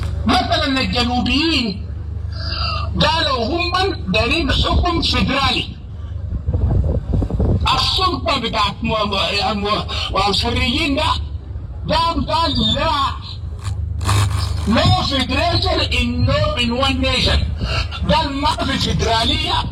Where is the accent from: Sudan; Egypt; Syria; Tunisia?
Sudan; نجي كلنا كسودانيين بقطاعاتنا المختلفة بدياراتنا المختلفة بثقافاتنا المختلفة